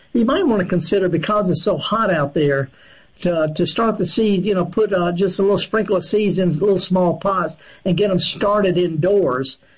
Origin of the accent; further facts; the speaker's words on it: Mississippi, United States; Ooh, Marshall, I love the Delta. I'm from the Delta.